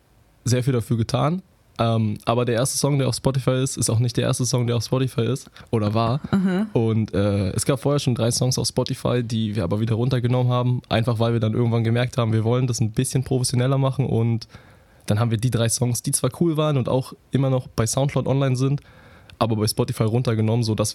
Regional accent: Luckenwalde, Brandenburg, Germany; Ich komme aus Luckenwalde und ich mache in meiner Freizeit ein bisschen Musik

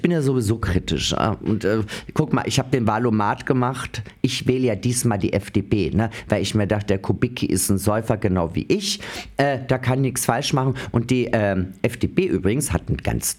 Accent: Carinthia, Austria; moved away; ich komme aus Österreich. Ich bin mit Jörg Haider aufgewachsen als Landeshauptmann.

